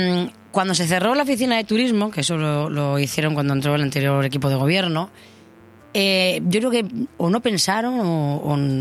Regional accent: Polop, Valencian Community, Spain; yo evidentemente sé que quiero vender de mi pueblo.

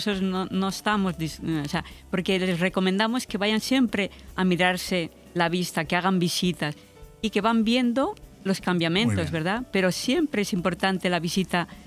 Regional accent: Miranda de Ebro, Castile and León, Spain; born there; Yo nací en Miranda de Ebro, en Burgos. Fui a vivir con la familia Bilbao.

